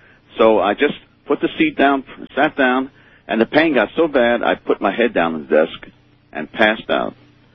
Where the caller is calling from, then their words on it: New Orleans, Louisiana, United States; From New Orleans, Louisiana.